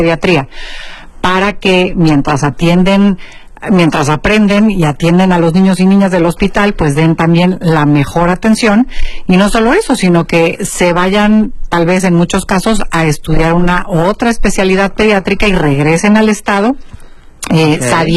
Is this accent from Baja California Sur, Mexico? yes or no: yes; Cabo San Lucas, Baja California Sur, Mexico; yo soy sanluqueña